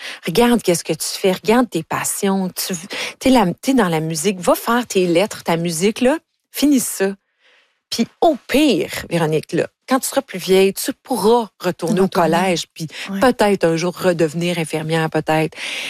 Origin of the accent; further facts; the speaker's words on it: Ontario, Canada; J'ai été forcée à en avoir un à l'école secondaire, parce que moi, je viens de l'Ontario.